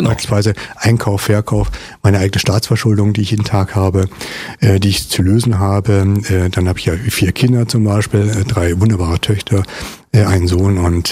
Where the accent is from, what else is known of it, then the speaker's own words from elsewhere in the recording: Kaufbeuren, Bavaria, Germany; born there; also born or lived in Berlin / Frankfurt am Main; schnell auch in Richtung Frankfurt am Main gezogen. Dort bin ich auch zur Schule gegangen, zumindest in der ersten Klasse. Und dann sind wir später nach Bayern gezogen, nach Kaufbeuren unten, ins Allgäu. Mhm. Und daher kann ich sagen, also ich bin definitiv ein Ossi, denn es war Ostallgäu.